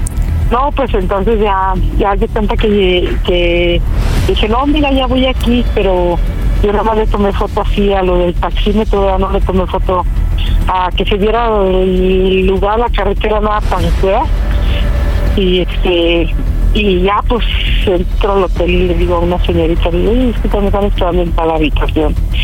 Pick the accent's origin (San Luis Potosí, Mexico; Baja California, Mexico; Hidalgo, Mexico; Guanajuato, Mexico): San Luis Potosí, Mexico; Tengo 49 años, soy de San Luis Potosí.